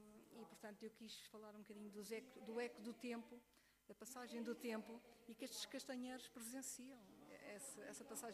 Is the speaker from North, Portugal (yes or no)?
no; Lisbon, Portugal; Sou natural de Lisboa, mas sou uma neta da terra, da Póvoa.